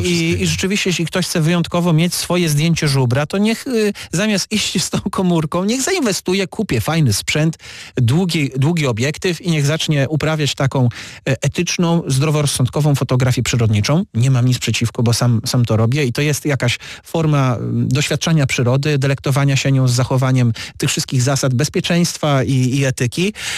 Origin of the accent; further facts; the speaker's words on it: Opole Voivodeship, Poland; u nas na Opolszczyźnie, bo to jest po prostu ciepło.